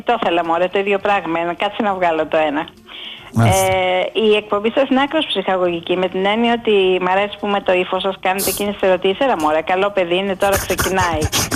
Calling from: Athens, Attica, Greece; από Κυψέλη.

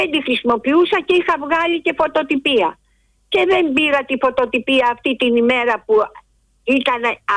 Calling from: Nea Filadelfeia, Attica, Greece; από τη Νέα Φιλαδέλφεια.

